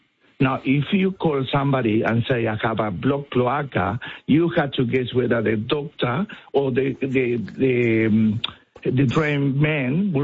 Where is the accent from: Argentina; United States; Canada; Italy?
Argentina; accent: Spanish; English is a second language; Now, I'm not sure whether you can notice I have a very strong Spanish accent. I come from South America, born in Argentina, been 48 years.